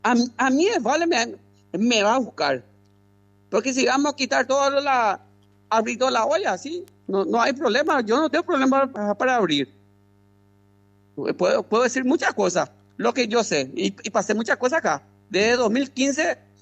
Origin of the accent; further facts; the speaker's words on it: Pedro Juan Caballero, Amambay, Paraguay; soy ciudadano peruanino, he nacido y criado en esta ciudad. Nací allá, en la Internacional, donde comienza el Paraguay y donde termina el Paraguay.